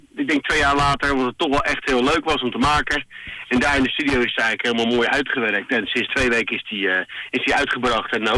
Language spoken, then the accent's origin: Dutch; Noordwijk, South Holland, Netherlands; Ik kom zelf uit Noordwijk vandaan, zodoende.